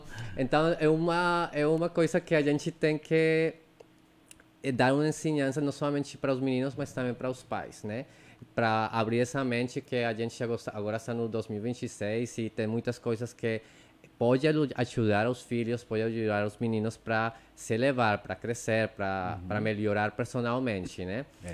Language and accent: Portuguese; Leticia, Amazonas, Colombia; Olha, eu cresci aqui na Letícia, estudei no colégio Inem, mas depois eu saí daqui do Amazonas com muitos sonhos, quando eu estava criança, né?